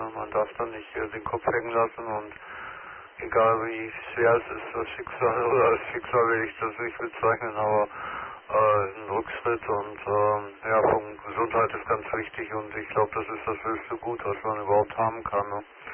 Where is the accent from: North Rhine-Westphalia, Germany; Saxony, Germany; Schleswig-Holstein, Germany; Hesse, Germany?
North Rhine-Westphalia, Germany; moved away as an adult; now in Dortmund, Germany; ich ja aus dem Münsterland komme, aber mittlerweile 2 Jahre hier wohne in Dortmund und ich mich ganz wohl fühle in Dortmund